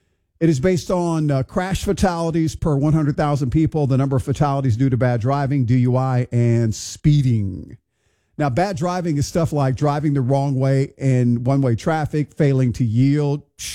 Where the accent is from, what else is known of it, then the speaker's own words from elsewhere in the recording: Houston, Texas, United States; now in Lafayette, United States; My hometown, Houston, Texas